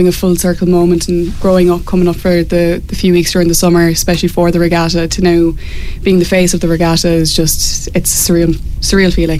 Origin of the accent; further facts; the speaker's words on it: Cork, Munster, Ireland; moved away as an adult; now in Wicklow, Ireland; I'm originally from Cork